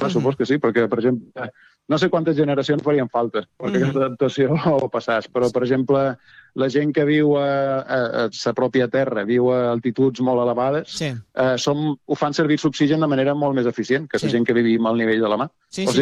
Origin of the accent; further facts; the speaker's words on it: Balearic Islands, Spain; Jo som de Balears